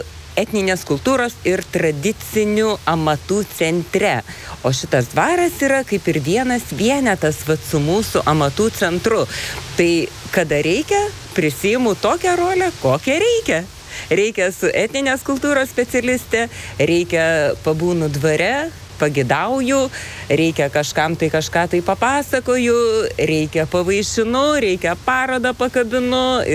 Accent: Telšiai, Telšiai County, Lithuania; accent: Samogitian; now in Tryškiai, Lithuania; aš esu grįna žemaitė. Aš esu iš Žemaitėjų susins iš Telšių.

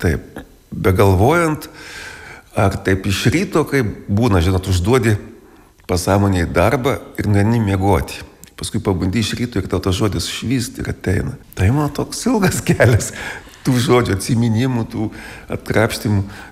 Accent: Samogitia, Lithuania; Kadangi aš taip gyvenu, tai Žemaitijoje vis tiek aš iš jos esu neišėjęs. Ir žmona mano žemaitė, tai mes šnekam žemaitiškai namus.

